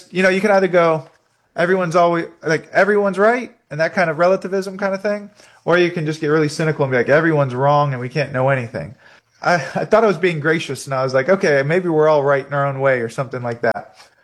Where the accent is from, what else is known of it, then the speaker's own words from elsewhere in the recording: Fort Lauderdale, Florida, United States; I'm from Fort Lauderdale, Florida, And I had a number of questions about God as I was growing up